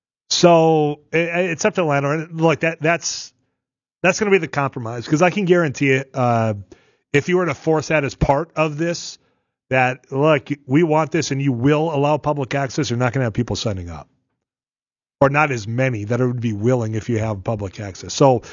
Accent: Leeds, North Dakota, United States; I mean, I'm from Leeds.

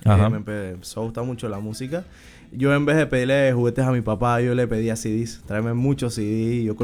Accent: Coclé, Panama; Yo soy de Cocle, exactamente.

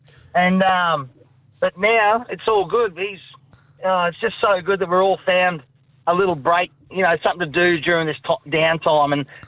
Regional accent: Australia; We're bloody Australian down here, mate.

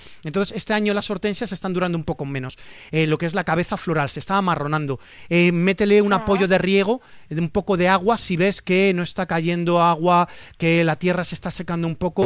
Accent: Valencian Community, Spain

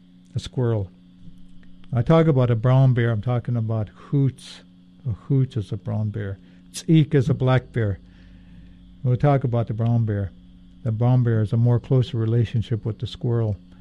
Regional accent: Hoonah, Alaska, United States; My people originally came from the Glacier Bay area, but I grew up in the Isis Straits and Hoonah, as well as Excursion Inlet.

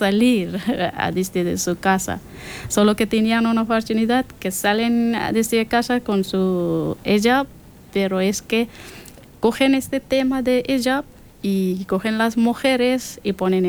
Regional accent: Afghanistan; Spanish is a second language; moved away as an adult; Yo cuando estuve pequeña, era pequeña, yo estudié en sótano de como alfabet. Pero yo intenta cuando talibanes fueron a Afganistán, yo intenta para estudiar y 20 años yo estudié y conseguir una profesión como fiscal.

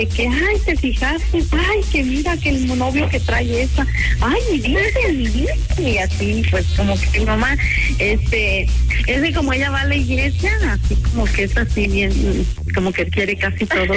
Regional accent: Celaya, Guanajuato, Mexico; moved away as an adult; now in Dallas, United States; Soy originaria de Celaya, Guanajuato.

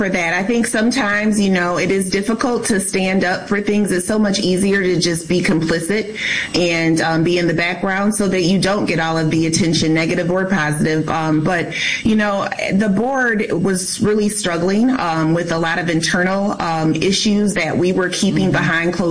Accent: Muskegon, Michigan, United States; I'm from Muskegon, Michigan.

